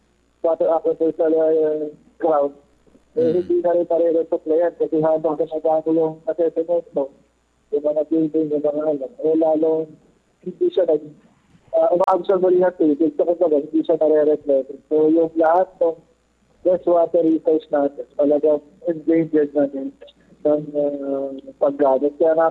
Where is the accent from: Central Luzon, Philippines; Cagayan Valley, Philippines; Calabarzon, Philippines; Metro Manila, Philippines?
Central Luzon, Philippines; Bulacan; sa amin sa Bulacan, no?